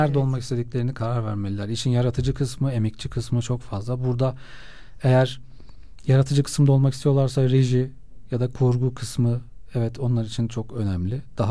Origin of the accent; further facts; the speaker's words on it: Ankara, Turkey; Ben de çünkü İstanbul'da yaşamıyordum. Ankaralıyım. Giresun'dan mezun oldum.